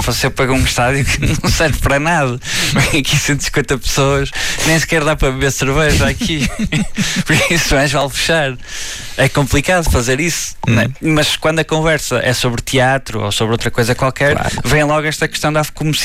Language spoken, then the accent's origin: Portuguese; Barcelos, Norte, Portugal; eu sou de Barcelos